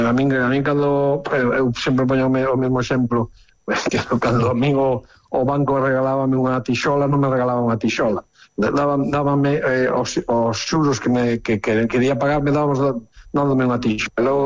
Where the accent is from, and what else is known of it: Lugo, Galicia, Spain